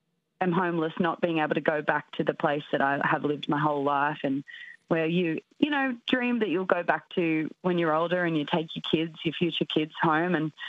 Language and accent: English; Australia; So, and I'm an Australian, to add to that, I'm kind of like this, you know, newcomer, new kid on the block